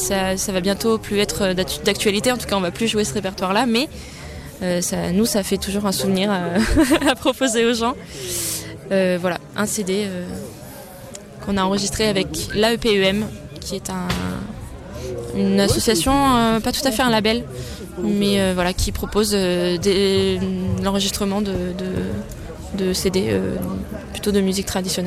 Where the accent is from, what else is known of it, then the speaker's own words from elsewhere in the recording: Toulouse, Occitanie, France; Je suis de Toulouse